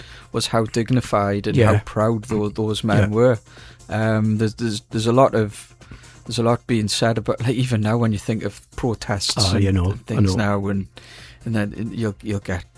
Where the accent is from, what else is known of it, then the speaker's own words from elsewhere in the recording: Jarrow, North East England, United Kingdom; I was born in Jarrah. I class myself as a Jarrah lad.